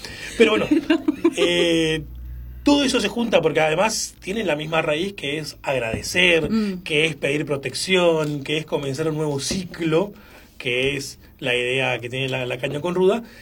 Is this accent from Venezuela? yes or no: no; Argentina; Todas nuestras tradiciones, todas nuestras costumbres, somos Argentina, un crisol de razas no racista, un país que acepta a todos no racistas.